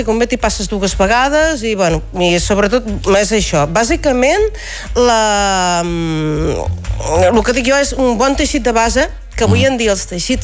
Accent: Riudoms, Catalonia, Spain; Jo soc de Riudoms.

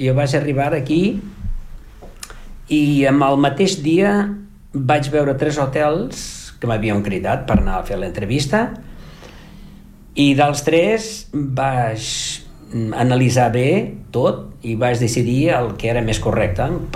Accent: Portugal; Catalan is a second language; moved away as an adult; now in Catalonia, Spain; l'anglès ha estat la meva segona llengua a Portugal.

